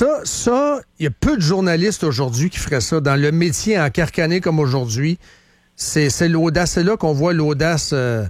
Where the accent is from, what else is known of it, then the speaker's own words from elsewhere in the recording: Shawinigan, Quebec, Canada; now in Quebec City, Canada; Ça m'a rattaché à mon enfance à Shawinigan quand j'achetais le Journal de Montréal